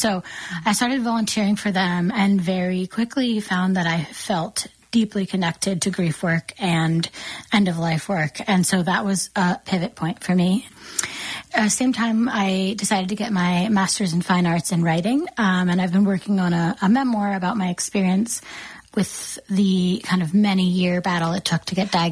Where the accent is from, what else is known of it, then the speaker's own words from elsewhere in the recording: East Coast, United States; I'm from the East Coast and things like that.